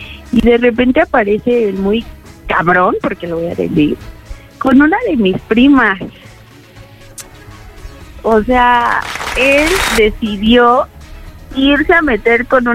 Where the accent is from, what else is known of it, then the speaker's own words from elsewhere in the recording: Linda Vista, Mexico; Sí, soy de Linda Vista.